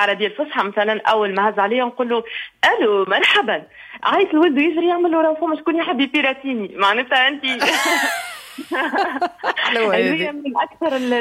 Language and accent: Arabic; Tunisia; accent: Tunisian; كما نقولوا بلهجتنا التونسية